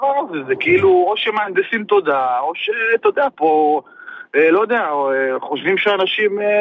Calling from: Northern District, Israel

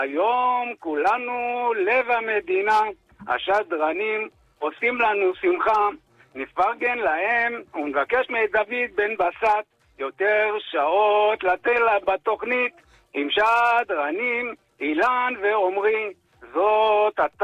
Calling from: Tel Aviv, Tel Aviv District, Israel; אני מתל אביב

